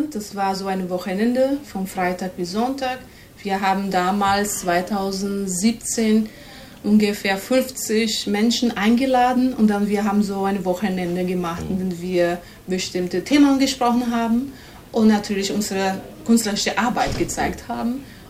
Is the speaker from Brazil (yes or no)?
yes; Brazil; German is a second language; now in Germany; also ich komme aus Brasilien, ich habe Theater studiert in der Universität, Theaterpädagogik.